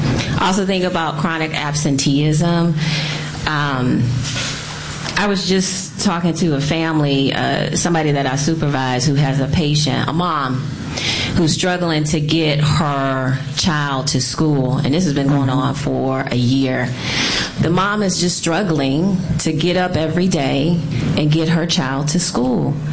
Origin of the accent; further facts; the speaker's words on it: Detroit, Michigan, United States; You know, I grew up in Southwest Detroit, which I always say is like a little small town near Ecorse and River Rouge.